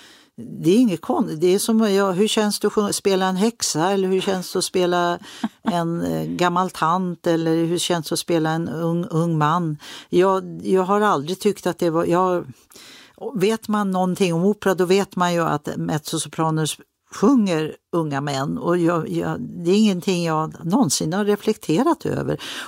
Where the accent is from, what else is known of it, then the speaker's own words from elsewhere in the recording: Sweden; moved away as an adult; also born or lived in Basel / Germany; jag vill vara hemma i Sverige